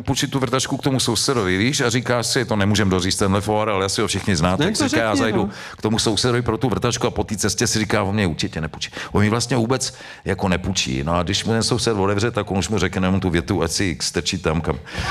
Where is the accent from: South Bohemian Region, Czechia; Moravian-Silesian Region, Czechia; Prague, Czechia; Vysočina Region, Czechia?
Moravian-Silesian Region, Czechia; Ostrava; jako správný Ostravák